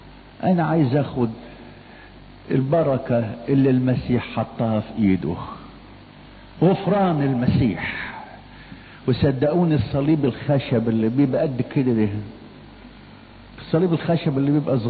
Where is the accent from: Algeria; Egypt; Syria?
Egypt; Giza Governorate